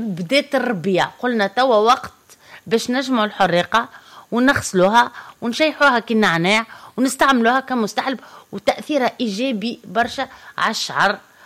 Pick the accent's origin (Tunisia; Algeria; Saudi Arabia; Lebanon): Tunisia; كاين عندنا في تونس